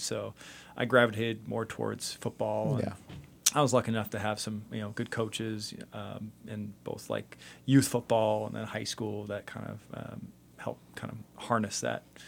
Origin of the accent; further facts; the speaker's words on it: Tahoe, United States; So when I'm growing up in Tahoe, I'm watching SC, not in its highlight, right?